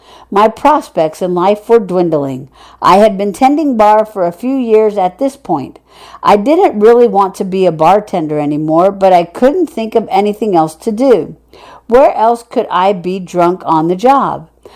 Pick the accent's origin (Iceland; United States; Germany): Iceland; My hometown, Iceland, had a handful of mee